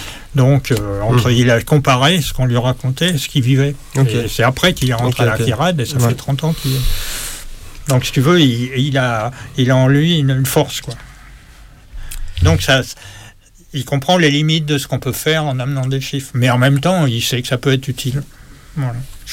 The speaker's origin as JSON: {"language": "French", "region": "Nouvelle-Aquitaine", "country": "France", "said": "y compris même chez moi dans le Limousin, puisque on était là-bas quand on allait chercher de l'uranium avant d'aller voir en Afrique."}